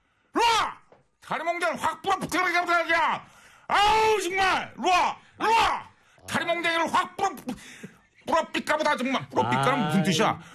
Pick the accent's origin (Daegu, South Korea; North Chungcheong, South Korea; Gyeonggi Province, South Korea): North Chungcheong, South Korea; Cheongju; 아, 어쩐지 눈에 있더라고. 아 제가 또 청주 사람이잖아요.